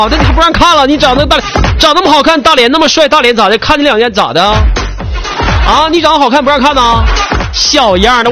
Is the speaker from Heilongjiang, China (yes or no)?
no; Jilin, China